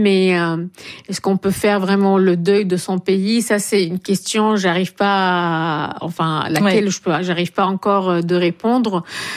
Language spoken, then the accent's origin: French; Syria; moved away as an adult; la nostalgie que je ressens pour mon pays maintenant, j'ai pas encore osé rentrer là-bas